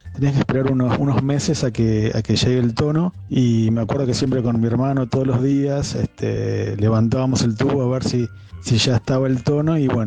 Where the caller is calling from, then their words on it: Buenos Aires, Argentina; soy … de Palermo